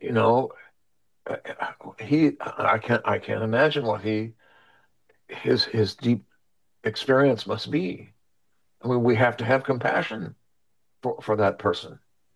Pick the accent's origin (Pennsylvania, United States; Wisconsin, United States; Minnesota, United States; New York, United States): Minnesota, United States; Minneapolis; I'm from Minneapolis, and so I'm kind of reactionary here, right?